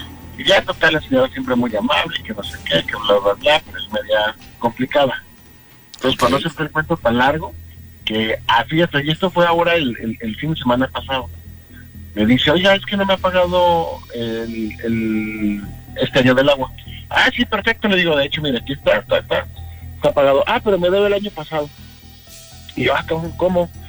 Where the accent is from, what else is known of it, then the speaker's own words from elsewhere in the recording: Torreón, Coahuila, Mexico; Sí, de Torreón, mi rey.